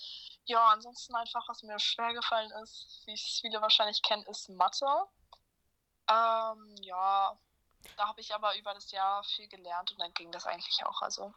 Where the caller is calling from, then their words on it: Rostock district, Mecklenburg-Vorpommern, Germany; Also ich wohne tatsächlich auch im Landkreis Rostock.